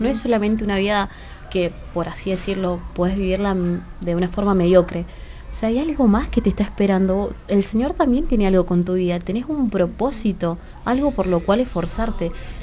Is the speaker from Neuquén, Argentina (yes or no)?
yes; Rincón de los Sauces, Neuquén, Argentina; moved away; Yo soy de Neuquén. Yo soy de Neuquén, de Rincón de los Sauces específicamente.